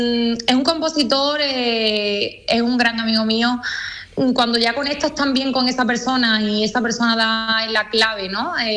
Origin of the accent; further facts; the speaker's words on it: Lepe, Andalusia, Spain; que yo soy de aquí, de Lepe